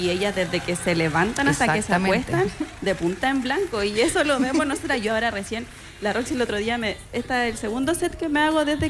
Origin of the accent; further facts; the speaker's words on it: Chile; ella es venezolana, yo soy chilena.